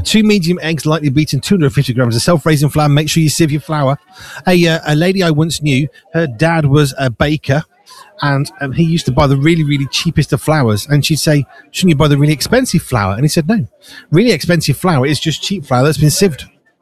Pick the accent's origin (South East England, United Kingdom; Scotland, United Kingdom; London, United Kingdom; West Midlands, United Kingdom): West Midlands, United Kingdom; Wolverhampton; when I was brought up and raised in Wolverhampton